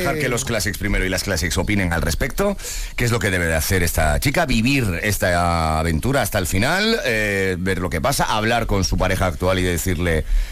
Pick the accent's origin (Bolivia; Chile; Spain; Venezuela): Spain; Galicia; Yo ya sabes que soy gallego